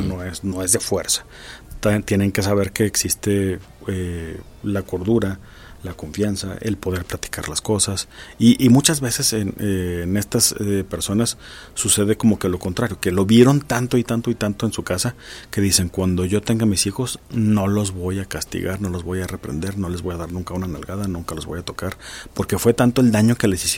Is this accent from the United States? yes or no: no; Mexico